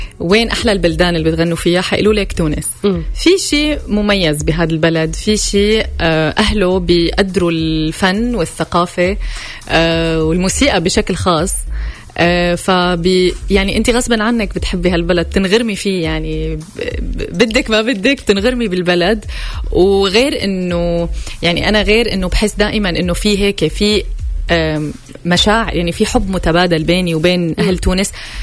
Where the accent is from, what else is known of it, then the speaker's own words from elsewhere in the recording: Syria; أنا سورية